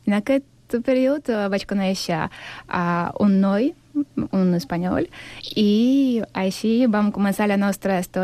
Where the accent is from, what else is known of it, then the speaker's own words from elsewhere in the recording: Simferopol, Crimea, Ukraine; Catalan is a second language; moved away as an adult; also born or lived in near Kerch, Crimea; now in Catalonia, Spain; recordo la meva infància a Simferopol, a la ciutat.